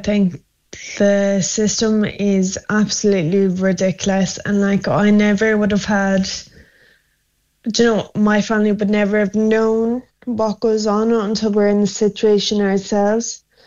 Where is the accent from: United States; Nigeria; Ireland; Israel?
Ireland; I'm Irish